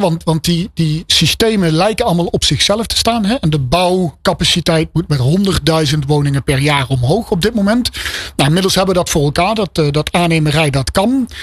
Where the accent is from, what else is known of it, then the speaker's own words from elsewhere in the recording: North Brabant, Netherlands; ik kom uit de buurt van Eindhoven, dus Amsterdam zegt mij niet zoveel.